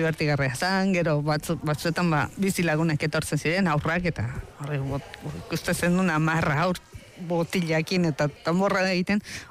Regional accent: Mexico; Ez, ni beti esaten dut mexikarra naizela. Hoi ala da. Baina beti erdi bihotza euskalduna.

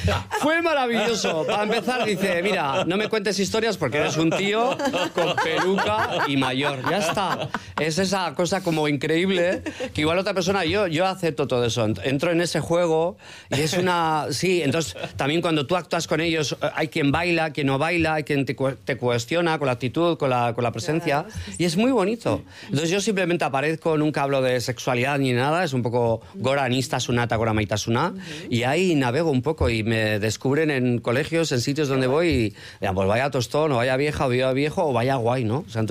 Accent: Llodio, Basque Country, Spain; y yo soy de Yodio.

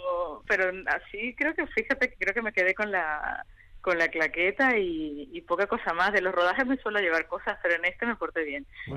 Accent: Venezuela; moved away; yo viví en Venezuela, que es mi país de origen

